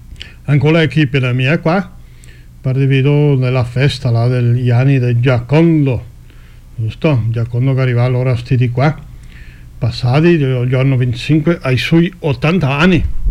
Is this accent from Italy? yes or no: no; São João do Sul, Santa Catarina, Brazil; sono di San John do Sul Santa Catarina.